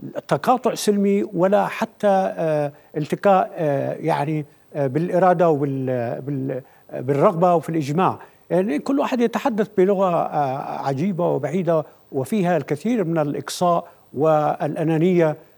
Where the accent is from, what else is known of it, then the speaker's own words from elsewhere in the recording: Yemen; also born or lived in Aden / Sanaa / Taiz; أفكر باليمن الذي ولدت ونشأت فيه على قيم العدالة والمساواة والأخوة. أنا نصف أهلي كانوا في الجنوب في عدن، ونصفهم في صنعاء. أنا عشت في تعز